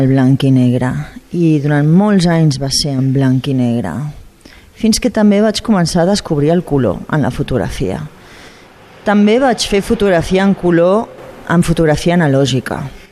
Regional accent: Àger, Catalonia, Spain; born there; moved away as an adult; also born or lived in Mediterranean coast / United States; jo vinc de mare francesa i de pare català, i jo vaig créixer els primers anys bueno, una mica entre la costa mediterrània i aquí, al Pirineu català. Estàvem a Àger. I llavors, tots els records de la meva infància més tendra són a Àger.

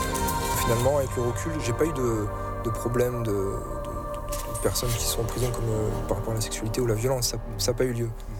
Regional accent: France; Pour rentrer chez moi en France.

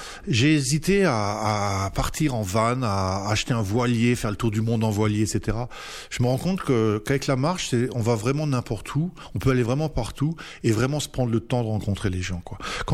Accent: Grand Est, France; je l'ai renvoyée chez moi en Alsace, ici

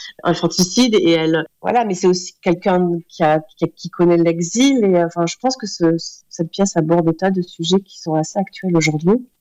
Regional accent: Montpellier, Occitanie, France; moved away; je viens régulièrement, oui, parce que c'est quand même mon pays natal et j'y suis très attachée.

